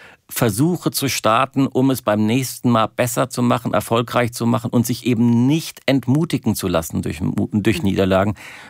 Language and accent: German; Germany; die Überidentifikation, die wir als Deutsche auch mit dem Fußball haben